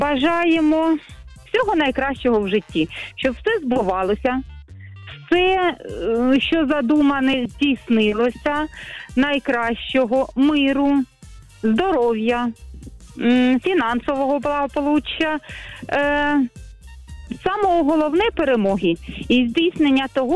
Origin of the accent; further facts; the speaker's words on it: Koriukivka, Chernihiv Oblast, Ukraine; Ми з Корюківки. Ми не перший раз у вашому ефірі.